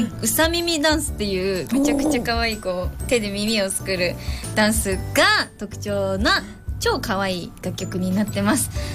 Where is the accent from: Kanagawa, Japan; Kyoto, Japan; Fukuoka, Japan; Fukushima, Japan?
Fukushima, Japan; Iwaki; born or raised there; moved away